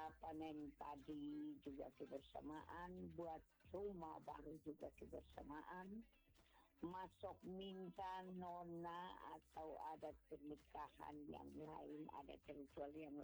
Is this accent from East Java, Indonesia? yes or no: no; East Nusa Tenggara, Indonesia; kami orang Timur TTS